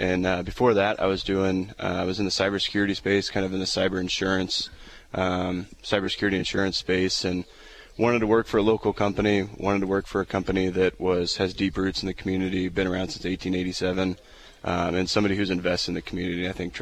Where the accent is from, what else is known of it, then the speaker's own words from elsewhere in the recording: Springfield, Illinois, United States; also born or lived in Chatham; Born and raised, like I said, born and raised here in Springfield.